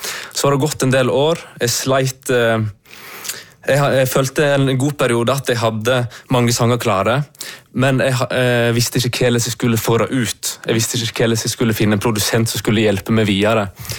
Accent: Leikanger, Vestland, Norway; Jeg kommer nå fra Elitabysa til Leikanger

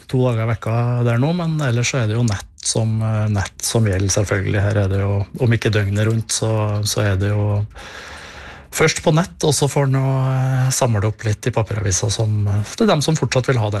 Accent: Trøndelag, Norway; moved away as an adult; now in Hadeland, Norway; Så jeg har bodd her nå i 15... Ja, over det. 17-18 år. Men jeg er trønder, ja.

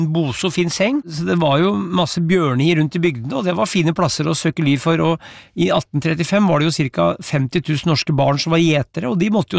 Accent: Brumunddal, Innlandet, Norway; da jeg vokste opp i Brumunddalen

